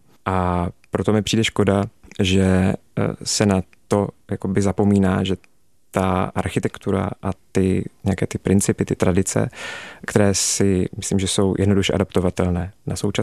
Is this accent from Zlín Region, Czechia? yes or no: yes; Zlín, Zlín Region, Czechia; v tom, že jsem prostě ze Zlína, že mám vazbu na to místo a vím, na co můžu být hrdý.